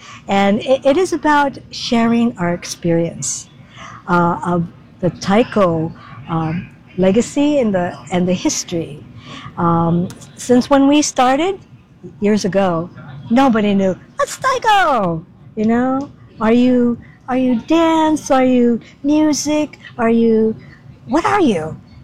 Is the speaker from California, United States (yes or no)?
yes; San Jose, California, United States; I am from San Jose, California, from one of the three remaining historic Japan towns in the nation.